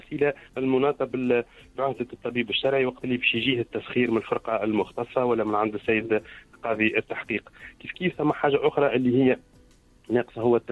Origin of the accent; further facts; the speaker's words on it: Tunisia; مثلا احنا عندنا في تونس توا عندنا 6 ولايات ما فيهمش أطباء شرعيين